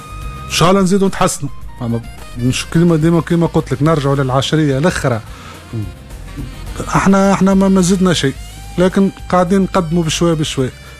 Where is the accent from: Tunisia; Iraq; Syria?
Tunisia; انا مواطن تونسي